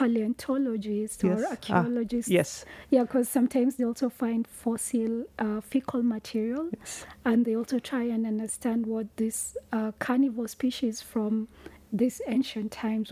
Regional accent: Kenya; accent: Kenyan; Maybe I'm saying it with my Kenyan accent.

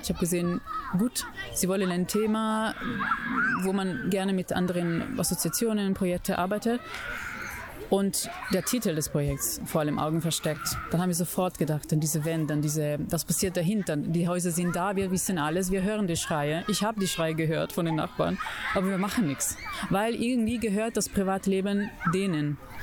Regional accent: Italy; German is a second language; Ich komme aus Italien, es gibt, keine Ahnung, Gefängnisse, die überfüllt sind

